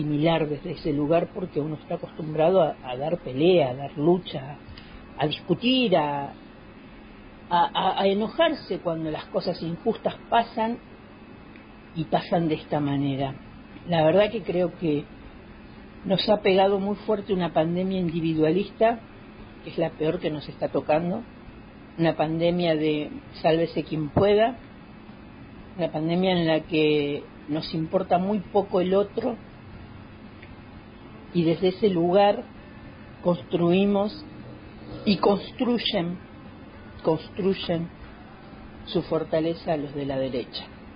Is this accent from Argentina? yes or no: yes; Argentina; esa hermandad que teníamos como argentinos